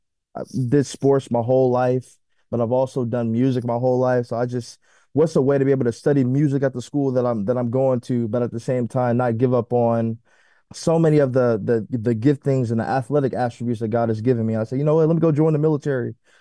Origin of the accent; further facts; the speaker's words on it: Los Angeles, California, United States; I'm from Los Angeles, California. Grew up in the inner city, foster care.